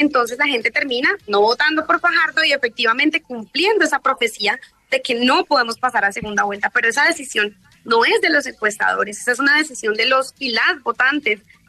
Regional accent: Bucaramanga, Santander, Colombia; now in Bogotá, Colombia; yo soy santandereana y cuento un poco lo que estaba pasando en mi niñez en Santander, en Bucaramanga

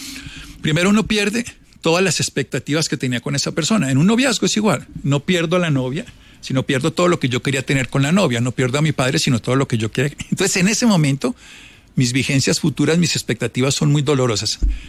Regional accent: Armero, Tolima, Colombia; Yo soy de Armero, Tolima. 25 mil personas murieron hace 40 sí, años.

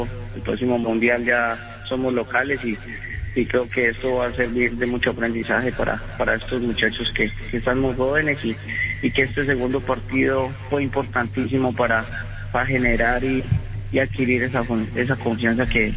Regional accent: Colombia; nosotros como colombianos

